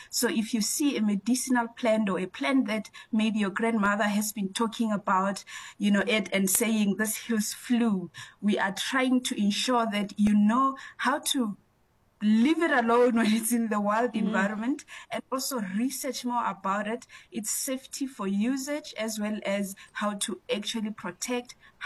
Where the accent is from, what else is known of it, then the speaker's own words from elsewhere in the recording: Limpopo, South Africa; I grew up in Limpopo